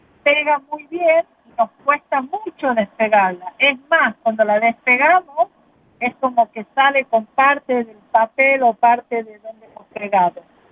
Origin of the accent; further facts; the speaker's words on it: Argentina; Bueno, nosotros en Argentina, yo soy de Argentina